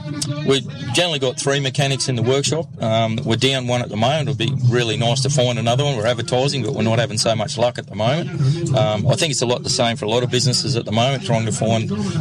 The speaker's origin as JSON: {"language": "English", "town": "Tamworth", "region": "New South Wales", "country": "Australia", "also_born_or_lived": "Caloundra / Charleville", "moved": "yes", "lives_now": "Toowoomba, Australia", "said": "not born and bred in Toowoomba, no. I'm a Tamworth boy, actually, so I come up from Tamworth years ago. Lived in Caloundra for a number of years, and we moved to Toowoomba roughly 18 years ago."}